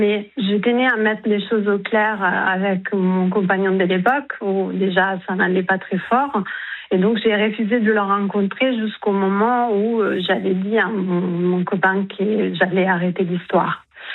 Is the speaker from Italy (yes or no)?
yes; Italy; accent: Italian; French is a second language